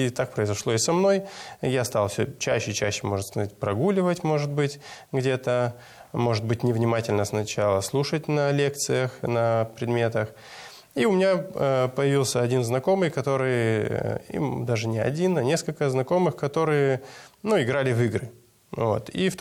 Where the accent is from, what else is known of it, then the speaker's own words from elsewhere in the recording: Moldova; moved away as an adult; в 18 лет, еще до того, как мы переехали из Молдовы в этот университет Нижний Новгород